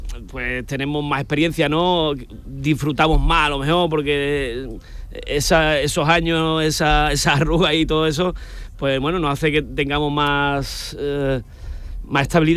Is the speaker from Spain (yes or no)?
yes; Rincón de la Victoria, Andalusia, Spain; porque nosotros somos de aquí, de Rincón de la Victoria, claro. de Málaga, un pueblo marinero